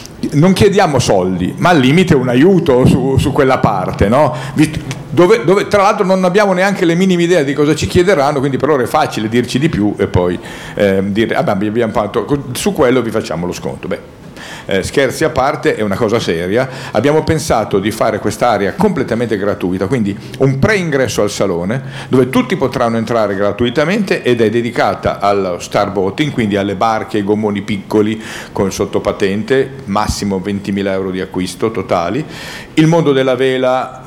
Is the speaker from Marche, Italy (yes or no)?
no; Lombardy, Italy; also born or lived in Ligurian hinterland; io da Foresto, perché io vengo dall'entroterra ligure, sono lombardo